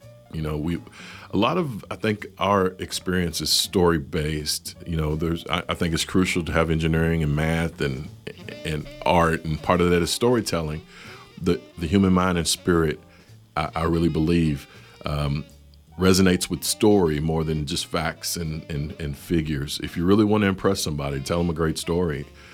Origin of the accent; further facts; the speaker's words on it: Louisville, Kentucky, United States; moved away as an adult; now in Lexington, United States; I came from Louisville, born and raised mostly, part of a great family from the West End of Louisville, and raised my family in different parts of the city.